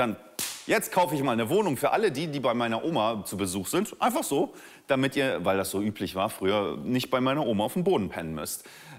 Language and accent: German; Northern Germany, Germany; born there; Also beide aus Polen und ich bin in Norddeutschland geboren schon.